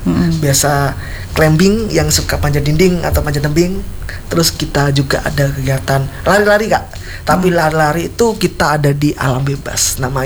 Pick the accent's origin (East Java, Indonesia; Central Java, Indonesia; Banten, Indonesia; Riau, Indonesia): East Java, Indonesia; Jember; Alhamdulillah saya asli Jember.